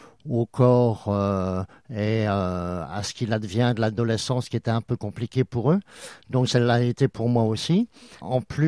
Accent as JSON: {"language": "French", "town": "Metz", "region": "Grand Est", "country": "France", "tie": "born or raised there", "said": "Ah, moi j'ai grandi dans le quartier Sainte-Thérèse."}